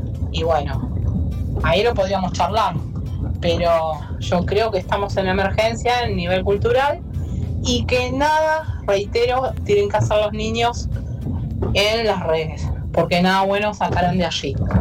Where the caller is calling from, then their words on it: Lanús, Buenos Aires Province, Argentina; Hola Radio Latina